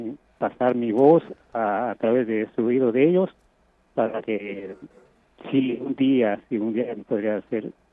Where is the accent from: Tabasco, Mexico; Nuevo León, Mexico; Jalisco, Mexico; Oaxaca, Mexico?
Oaxaca, Mexico; San Miguel Cuevas; moved away; de mi pueblo San Miguel Cuevas